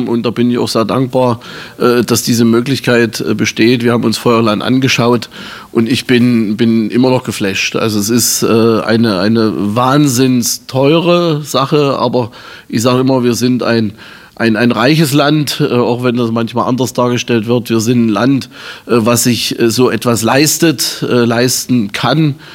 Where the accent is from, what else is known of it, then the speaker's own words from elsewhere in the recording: Gera district, Thuringia, Germany; born there; Aber ich bin ja ein Kind des Ostens. Ich bin im heutigen Thüringen geboren, Bezirk Gera, 1972.